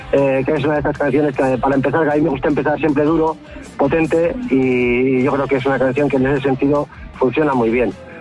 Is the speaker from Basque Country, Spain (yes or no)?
yes; Bilbao, Basque Country, Spain; nosotros somos todos somos de Bilbao, menos nuestra nueva incorporación, que es Borja, que es de Guecho, y bueno, sí que nos hace ilusión, porque además somos todos del barrio de Indautxu